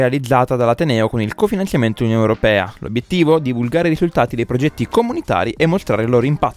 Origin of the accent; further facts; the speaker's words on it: Apulia, Italy; è pugliese come me, cioè nel senso, e siamo praticamente vicini di banco, cioè io sono di Barletto, di Molfetta, siamo lì.